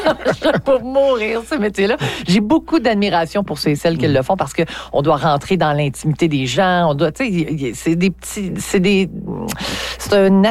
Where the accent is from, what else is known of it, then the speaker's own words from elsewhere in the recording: Val-d'Or, Quebec, Canada; Moi, là, M. Chabot, je suis native de Val-d'Or. Mm-hmm. Alors, j'ai grandi à Val-d'Or jusqu'à ce que je quitte pour les études